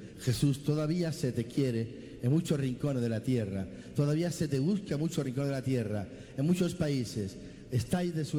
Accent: Spain; los que venimos de España tan lejos

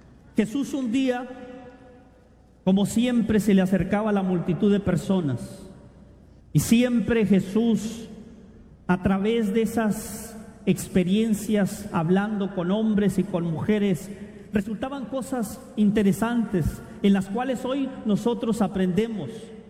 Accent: Tijuana, Baja California, Mexico; nacía en una casita de cartón en Tijuana

